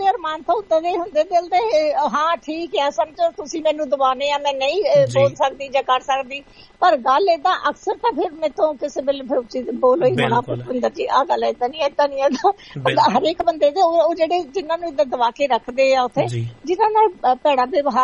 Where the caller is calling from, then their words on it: Banga, Punjab, India; ਸਾਡਾ ਪਿੰਡ ਵਾਲਾ ਘਰ ਰਹਿੰਦਾ ਜਿਹੜਾ ਉੱਥੇ ਉਹਨਾਂ ਨੂੰ ਦਿੱਤਾ ਅਸੀਂ ਤਾਂ ਨਾਲ ਬੰਗੇ ਆ ਗਏ ਹਾਂ ਤਿੰਨਾਂ ਢਾਈ ਤਿੰਨ ਕੁ ਮੀਲ ਤੇ